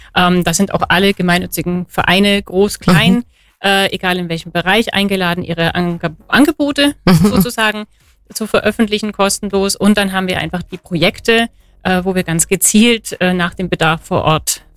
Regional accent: Memmingen, Bavaria, Germany; dass ich dann mit dem Konzept wieder zurück nach Memmingen gekommen bin, ja, meine Heimatstadt

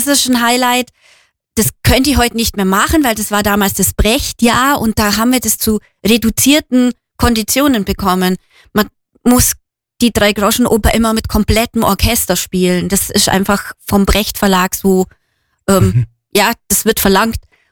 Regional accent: Günzburg, Bavaria, Germany; now in Kempten, Germany; Also ich komme aus Günzburg an der Donau und da gab es auch eine Theatergruppe, da habe ich schon mitgespielt. Bin dann nach Kempten gekommen

